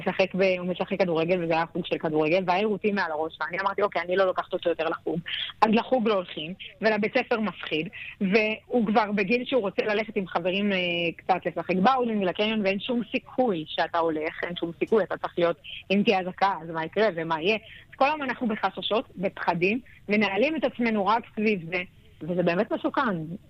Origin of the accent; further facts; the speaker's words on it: Kiryat Shmona, North, Israel; ואני נולדתי וגדלתי בקריית שמונה, ואני מחוברת לעיר ומחוברת לתושבים שלה.